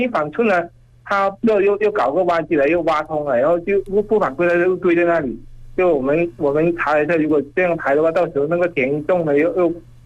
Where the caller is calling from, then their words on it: Lianjiang, Guangdong, China; 我来自广东湛江连江的